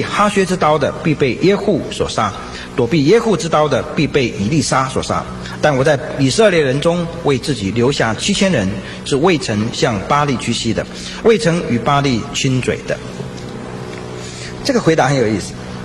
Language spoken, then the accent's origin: Chinese; China; 我们中国人